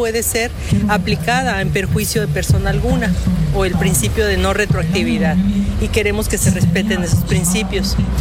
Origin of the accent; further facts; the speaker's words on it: Mexico; que tenemos como mexicanos